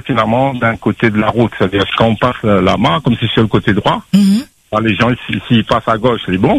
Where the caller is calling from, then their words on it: Salazie, Réunion; sur Saladi, je suis sur Saladi.